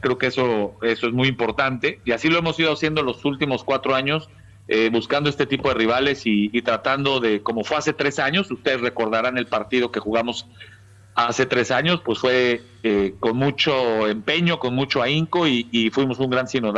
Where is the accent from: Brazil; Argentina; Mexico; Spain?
Mexico; moved away; Yo soy mexicano